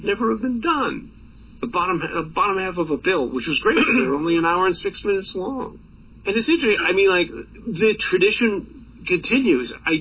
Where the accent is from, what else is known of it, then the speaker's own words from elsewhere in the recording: Long Island, New York, United States; I grew up on Long Island, and many was the Saturday night that I was desperately trying to get the rabbit ears to tune